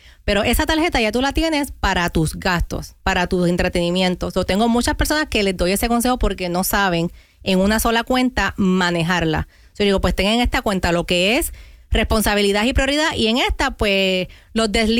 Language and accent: Spanish; Puerto Rico; Ya que soy boricua, vamos a hablar de la isla, porque es un lugar pequeño